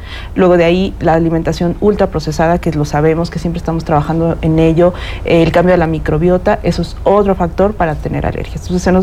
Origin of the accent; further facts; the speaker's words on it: Querétaro, Mexico; los que somos queretanos